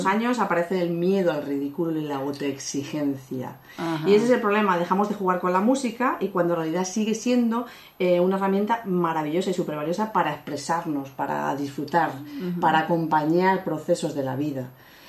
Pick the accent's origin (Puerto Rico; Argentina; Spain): Spain; now in Germany; Aunque yo no vengo de Latinoamérica, mi madre viene de Chile, pero yo soy española